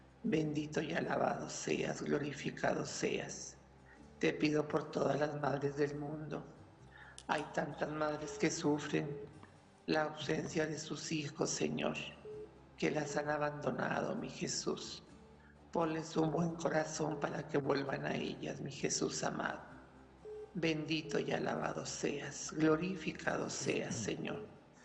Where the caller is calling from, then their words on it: Santa Bárbara, Chihuahua, Mexico; Buenas tardes … de Santa Bárbara, Chihuahua.